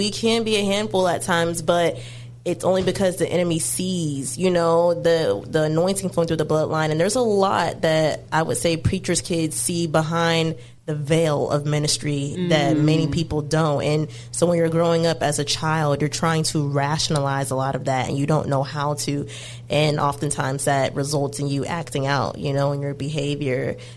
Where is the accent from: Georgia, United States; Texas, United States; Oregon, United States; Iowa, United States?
Georgia, United States; I am born and raised